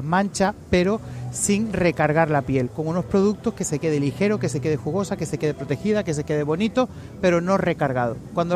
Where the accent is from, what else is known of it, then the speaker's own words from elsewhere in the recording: Canary Islands, Spain; moved away as an adult; now in Madrid, Spain; Soy danzarín canario de corazón, de toda la vida bailando. Mi acento ahora está un poco modificado. Llevo 16 años en Madrid trabajando